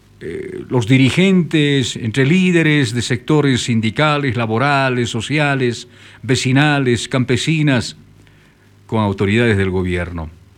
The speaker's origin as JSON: {"language": "Spanish", "country": "Bolivia", "said": "tenemos como bolivianas y bolivianos"}